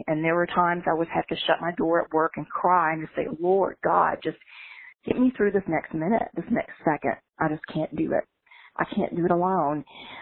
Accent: Kentucky, United States; born there; now in Jacksonville, United States

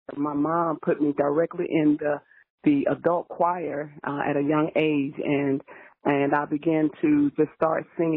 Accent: LaGrange, Georgia, United States; I grew up in LaGrange, Georgia.

